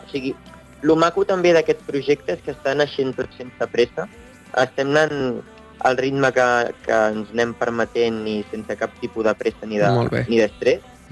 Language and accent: Catalan; Sabadell, Catalonia, Spain; jo de molt petitó tocava aquí a Sabadell